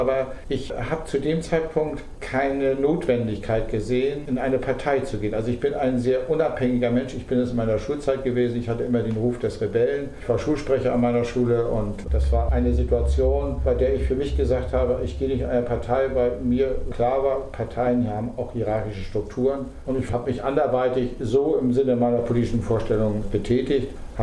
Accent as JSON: {"language": "German", "town": "Lübeck", "region": "Schleswig-Holstein", "country": "Germany", "moved": "as an adult", "said": "Ich komme ja aus Lübeck"}